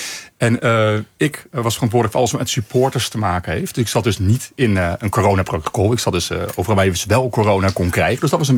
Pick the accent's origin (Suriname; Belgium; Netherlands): Netherlands; Alkmaar, North Holland; Ik ben opgegroeid in Alkmaar, dus dat is echt mijn club.